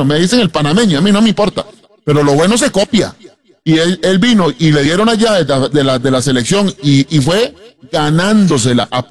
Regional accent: Costa Rica; Yo como costarricense, lo que decía don Albán, lo que me encantaría es lo que dijo Pitusa

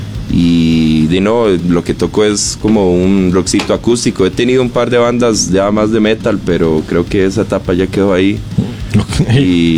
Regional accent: San Pablo, San José, Costa Rica; now in San Marcos, Costa Rica; originariamente soy de San Pablo, pero ahora vivo en San Marcos.

